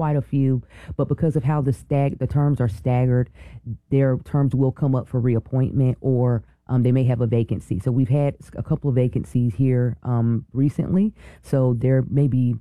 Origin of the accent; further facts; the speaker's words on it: Fayetteville, North Carolina, United States; I'm born and raised in Fayetteville, so shout out to Westover High School, because that's where I went